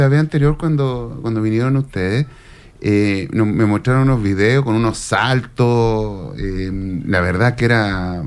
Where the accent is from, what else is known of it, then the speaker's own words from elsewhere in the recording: Iquique, Tarapacá, Chile; Importante acá en Iquique también.